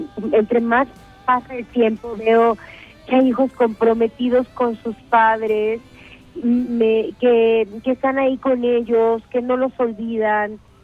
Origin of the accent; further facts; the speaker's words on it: Querétaro, Mexico; born there; Yo nací en Querétaro.